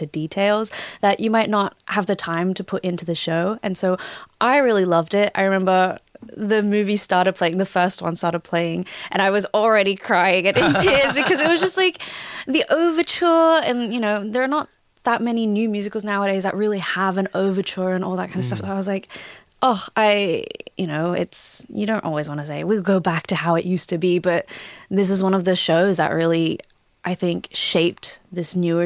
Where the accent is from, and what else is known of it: Gold Coast, Queensland, Australia; born or raised there; now in Sydney, Australia